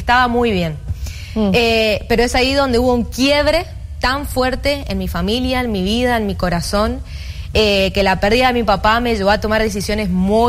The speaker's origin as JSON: {"language": "Spanish", "region": "Santa Fe", "country": "Argentina", "tie": "born there", "said": "yo soy de Argentina, soy de una provincia que se llama Santa Fe, nací allá. Y bueno, tengo 28 años actualmente."}